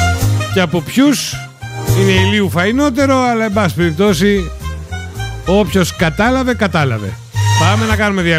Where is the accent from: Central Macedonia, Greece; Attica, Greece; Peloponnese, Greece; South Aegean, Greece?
Central Macedonia, Greece; Arnaia; στη Χαλκιδική εκεί στο χωριό μου στην Αρνέα